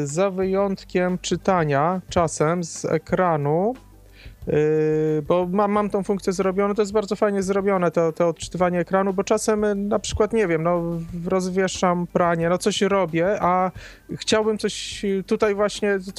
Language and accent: Polish; Lviv, Lviv Oblast, Ukraine; A skąd pan jedzie? Z Wrocławia? To ja też z Lwowa.